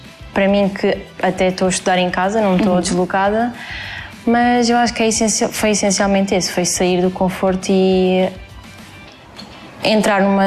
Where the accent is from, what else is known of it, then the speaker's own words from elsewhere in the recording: Faro, Algarve, Portugal; do segundo ano da licenciatura em Fisioterapia. Sou de Faro, tenho 20 anos